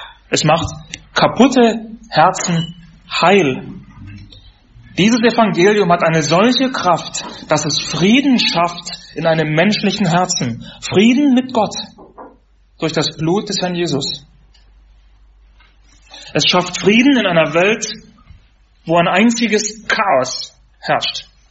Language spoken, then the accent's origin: German; Germany; Ich bin in der DDR aufgewachsen und 1989 war ich 11 Jahre alt, wo die Wende war, wo die Mauer fiel.